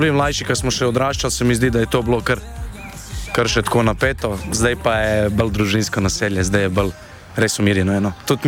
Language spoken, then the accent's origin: Slovenian; Ljubljana, Central Slovenia, Slovenia; star sem 23 let in prihajam iz Fužin.